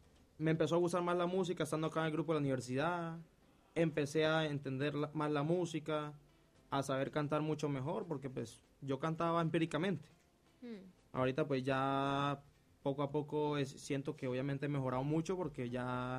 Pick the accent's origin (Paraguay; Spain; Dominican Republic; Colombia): Colombia; Cartagena, Bolívar; born there; now in Cúcuta, Colombia; yo soy de Cartagena, entonces, para los que no saben, yo soy de Cartagena, pero pues mi papá es de acá de Cúcuta, ya vivo acá en Cúcuta hace más de 8 años, 9 años aproximadamente.